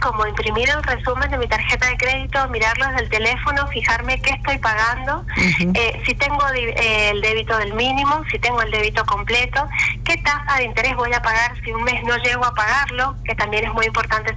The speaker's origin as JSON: {"language": "Spanish", "country": "Argentina", "said": "A nosotros como argentinos"}